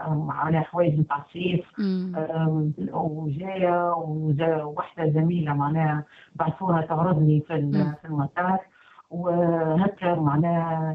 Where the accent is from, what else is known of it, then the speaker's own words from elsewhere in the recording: Tunisia; moved away; أنا تونسية، معناها أرتدي تونسيتي بكل فخر واعتزاز، معناها حتى مع ناس ما نعرفهمش نقول لهم أنا تونسية